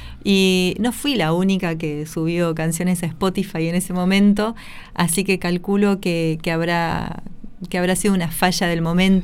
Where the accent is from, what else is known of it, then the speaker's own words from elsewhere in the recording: Bariloche, Río Negro, Argentina; now in Luján, Argentina; vengo de Bariloche, recientemente caí en Buenos Aires desde octubre y finalmente a Luján desde marzo.